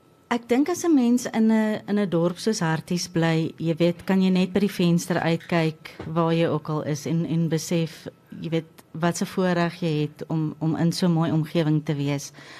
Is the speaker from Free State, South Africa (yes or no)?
yes; Free State, South Africa; born there; now in Hartbeespoort, South Africa; ek is 'n gebore Vrystater.